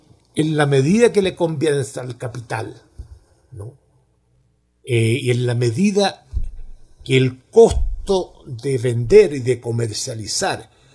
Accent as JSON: {"language": "Spanish", "country": "Chile"}